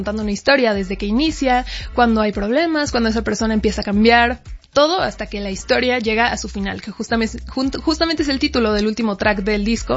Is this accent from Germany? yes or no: no; Mexico; tengo 21 años, soy una cantautora mexicana